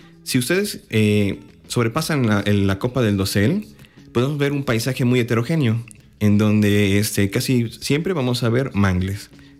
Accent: Alvarado, Veracruz, Mexico; soy de Alvarado

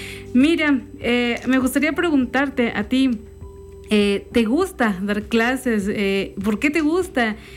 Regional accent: Mexico; todos como mexicanos tenemos

